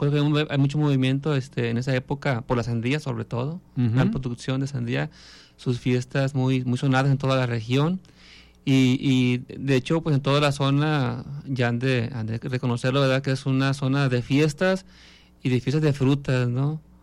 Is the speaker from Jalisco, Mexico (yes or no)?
yes; Tecomates, Jalisco, Mexico; nací en Tecomates, municipio de Casimiro Castillo, y pues no deja de ser tierra costeña, no tierra caliente.